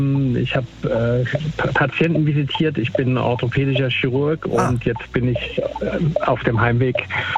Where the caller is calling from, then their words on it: Schlangenbad, Hesse, Germany; Aus Schlangenbad, Georgenbaum